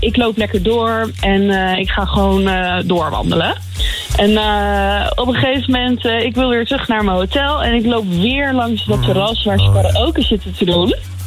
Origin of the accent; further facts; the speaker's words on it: Netherlands; En toen dacht ik, sorry, maar als Nederlander is er al maar één hele grote hit die ik kan zingen. En dat is